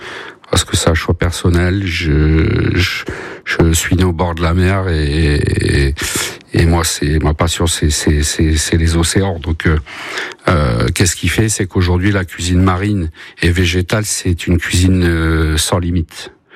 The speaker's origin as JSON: {"language": "French", "region": "Nouvelle-Aquitaine", "country": "France", "tie": "born there", "also_born_or_lived": "French Flanders, Hauts-de-France, France", "said": "moi j'ai grandi ici, j'ai connu mon épouse ici. Ça fait 25 ans qu'on connaît le Poitou. Donc même si on est originaire des Flandres, à frontière belge, on a passé beaucoup plus de temps dans le Poitou que chez nous. Donc c'est un retour, on va dire, à notre enfance. On est revenu ici."}